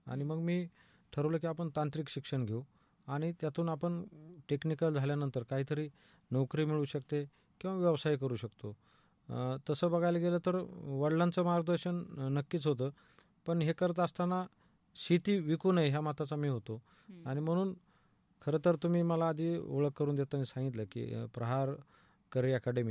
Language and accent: Marathi; Maharashtra, India; moved away as an adult; also born or lived in Nannaj; now in Chhatrapati Sambhajinagar, India; माझं बालपण जे आहे ते जामखेड तालुका आणि धोंडपारगाव या खेडेगावामध्ये झालं। तसं मी खेडेगावातूनच आहे, पण व्यवसायाच्या निमित्तानं मी संभाजीनगर शहरामध्ये वाळूजा माडीशीला गेलो